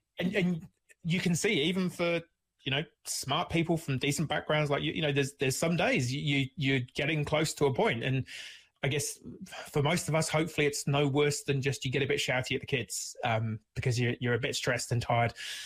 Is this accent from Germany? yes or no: no; New Zealand; They were like, hey, New Zealand, is that down the road from New York? Like, where are you from?